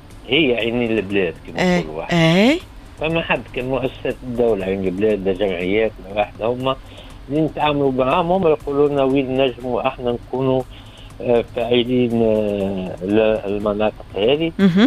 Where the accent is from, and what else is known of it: Tunisia; now in France